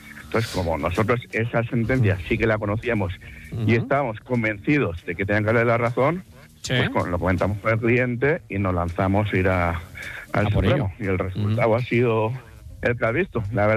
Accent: Valencian Community, Spain; Sí, soy valenciano, sí.

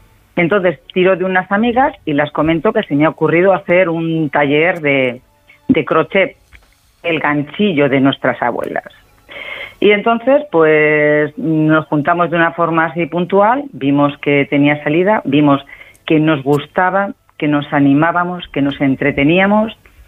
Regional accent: San Cebrián, Castile and León, Spain; San Cebrián lo tenía fácil porque es mi pueblo.

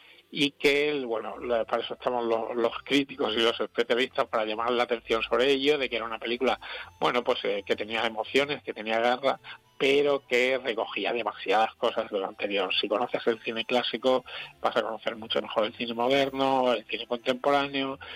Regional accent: Martos, Andalusia, Spain; yo tengo 55 años y he pasado por, yo me he alimentado del cine al principio en mi pueblo, en Martos, en Jaén

